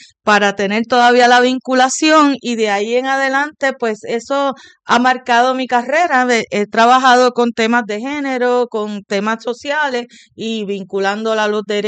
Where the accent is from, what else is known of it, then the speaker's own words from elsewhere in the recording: Bayamón, Puerto Rico; nací en la ciudad de Bayamón y luego nos mudamos, cuando yo estaba como en séptimo grado, nos mudamos para el campo de Bayamón en Barrio Nuevo, sí.